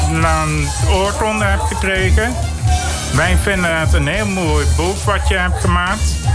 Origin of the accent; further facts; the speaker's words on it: Veghel, North Brabant, Netherlands; born there; now in Maelsbeek, Netherlands; Ik kom oorspronkelijk uit Veghel-Brabant.